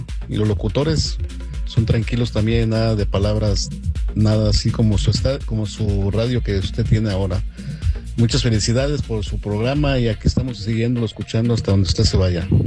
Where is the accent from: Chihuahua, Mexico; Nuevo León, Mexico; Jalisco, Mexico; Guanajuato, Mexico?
Guanajuato, Mexico; León; now in United States; me pongo yo mi radio, que es allá de yo soy de León, Guanajuato.